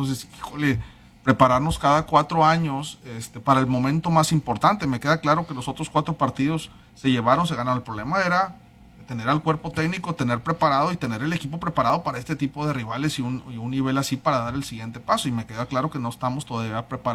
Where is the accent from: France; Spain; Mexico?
Mexico; Como mexicano, también de frustración